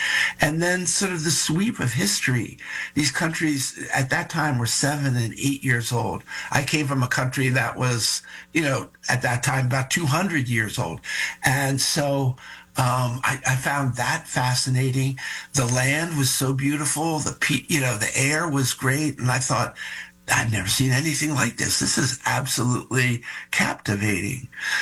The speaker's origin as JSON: {"language": "English", "town": "Philadelphia", "region": "Pennsylvania", "country": "United States", "said": "I have the Eagles. I'm from Philly."}